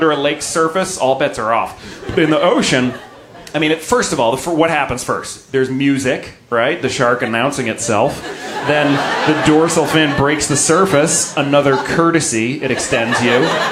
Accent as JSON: {"language": "English", "town": "Boston", "region": "Massachusetts", "country": "United States", "tie": "born or raised there", "said": "I grew up in Boston near the ocean."}